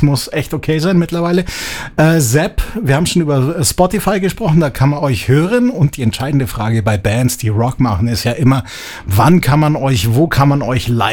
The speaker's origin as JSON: {"language": "German", "town": "Peiting", "region": "Bavaria", "country": "Germany", "tie": "born or raised there", "said": "Sowas haben wir nämlich auch, hatten wir mal in meiner Heimat in Peiting, die lange Nacht der Musik."}